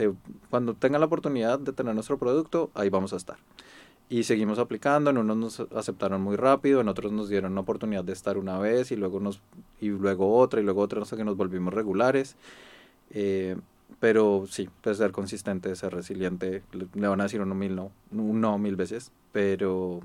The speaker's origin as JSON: {"language": "Spanish", "country": "Colombia", "moved": "yes", "lives_now": "Australia"}